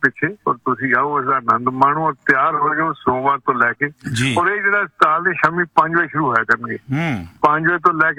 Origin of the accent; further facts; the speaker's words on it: Amritsar, Punjab, India; ਪਰ ਅਸੀਂ ਅੰਮ੍ਰਿਤਸਰ ਦੇ ਰਹਿਣ ਵਾਲੇ ਸਾਨੂੰ ਪਤਾ ਅੰਮ੍ਰਿਤਸਰ ਕੁਲਚੇ ਦਾ ਸਵਾਦ ਕੀ ਹੁੰਦਾ